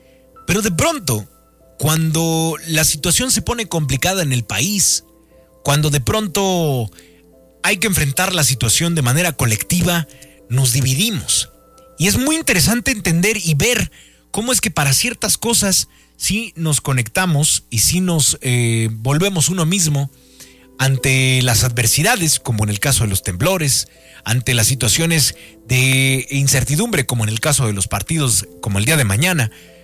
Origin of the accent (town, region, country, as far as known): Mexico